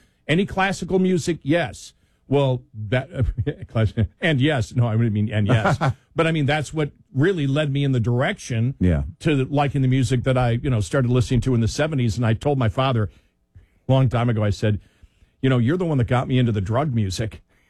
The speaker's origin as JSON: {"language": "English", "country": "United States", "tie": "born or raised there", "said": "I grew up on the Canadian border, so a lot of Canadian rock."}